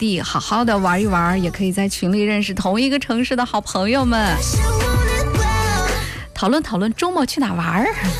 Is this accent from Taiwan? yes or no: no; Shandong, China; 这就是咱们山东的人。咱们山东人哈，到哪儿都是代表咱们山东的这份形象哈